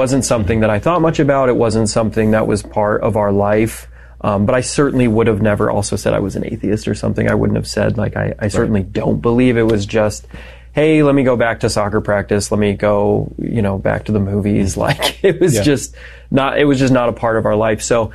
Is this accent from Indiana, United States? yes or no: no; Colorado, United States; So I was brought up in just outside of Denver.